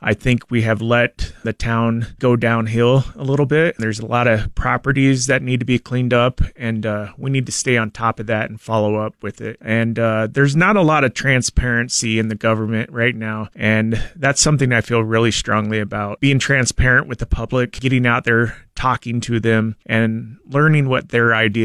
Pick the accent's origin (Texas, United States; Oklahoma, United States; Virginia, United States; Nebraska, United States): Nebraska, United States; Cozad; Yeah, I was born and raised in Cozad, Nebraska. I graduated with the class of 1997.